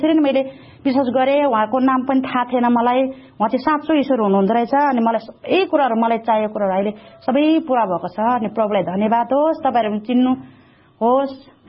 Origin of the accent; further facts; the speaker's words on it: Kathmandu, Bagmati, Nepal; also born or lived in Hetauda; म गेसिमली मण्डलीको हुँ। मेरो घर हेटौडा मकनपुर जिल्ला पर्दछ। मैले चाहिँ प्रभुलाई कसरी चिनेको भनेदेखि, म पहिले सानैदेखि नै काठमाडौँ बस्थेँ